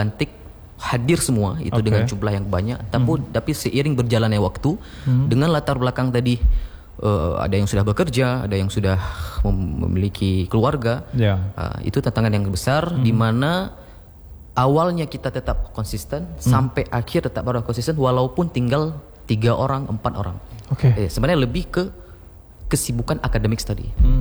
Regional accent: Aceh, Indonesia; Kita sebagai orang Aceh bang punya prinsip ketika berperang tidak ada senjata, dengan bambu pun jadi gitu kan.

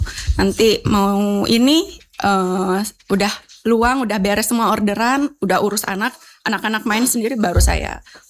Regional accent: Bali, Indonesia; Jadi saya kan orang Bali, nah saya angkatlah menu Bali tiap hari Sabtu, nasi campur Bali, nasi ayam betutu

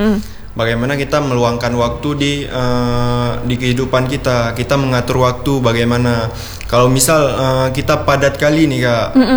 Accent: Pidie Jaya, Aceh, Indonesia; moved away as an adult; Saya berasal dari PD Jaya, Kak.

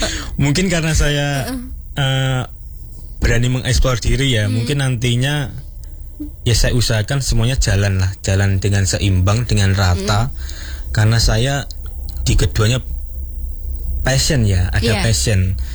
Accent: Java, Indonesia; saya Jawa enggak ada marganya.

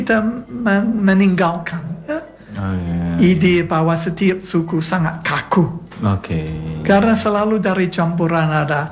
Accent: Australia; Saya memang orang Australia. Saya keturunan orang Inggris, tapi DNA saya termasuk orang Afrika hitam. Nenek moyang saya termasuk orang Afrika hitam

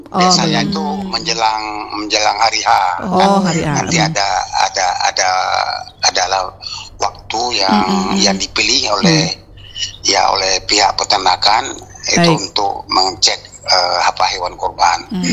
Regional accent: Aceh, Indonesia; masyarakat kita Aceh Barat ini umumnya yang apa umat Islam

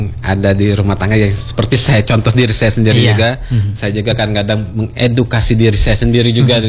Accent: Palembang, South Sumatra, Indonesia; saya juga orang Palembang, anak istri saya orang Jawa

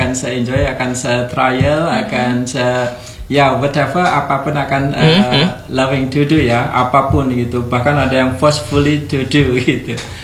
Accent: Solo, Central Java, Indonesia; kebetulan saya dari Jawa Tengah, dari Solo gitu.

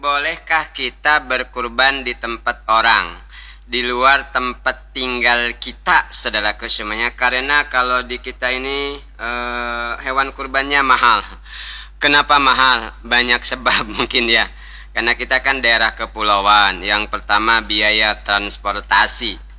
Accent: Bangka Belitung Islands, Indonesia; Nah ini kan gak ngam, kata kita orang Bangka.

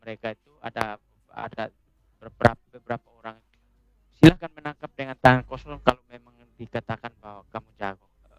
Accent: East Nusa Tenggara, Indonesia; istilah orang-orang kami orang Atun itu bilang klis.

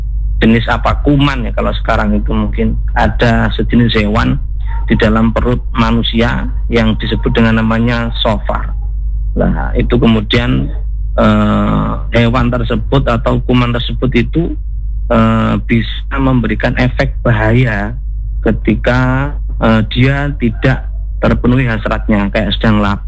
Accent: Java, Indonesia; kita orang Jawa

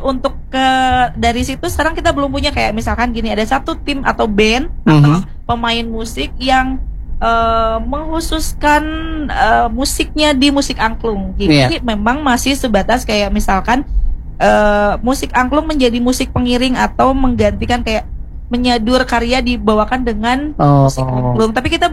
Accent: West Java, Indonesia; Nah, kita orang Sunda punya nada sendiri namanya daminatilada.

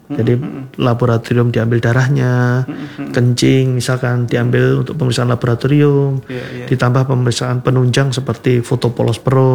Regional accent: Java, Indonesia; Kalau kebetulan saya dari Jawa ya, ada yang bahasanya dia mules lah

